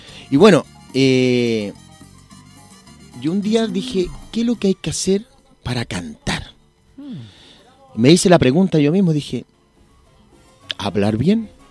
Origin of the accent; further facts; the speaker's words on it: Chile; yo soy chileno, de tomo y lomo